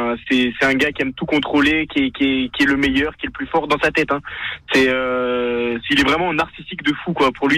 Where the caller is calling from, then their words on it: Toulon, Provence-Alpes-Côte d'Azur, France; je suis à Toulon